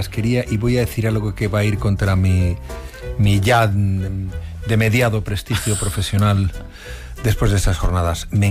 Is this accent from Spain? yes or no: yes; Asturias, Spain; born there; Porque yo lo hacía de pequeño en Asturias.